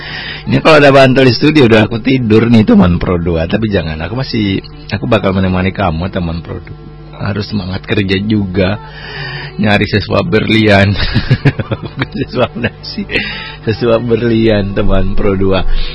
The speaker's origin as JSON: {"language": "Indonesian", "region": "Maluku", "country": "Indonesia", "said": "Aku sebagai anak Seram bangga menjadi orang Seram."}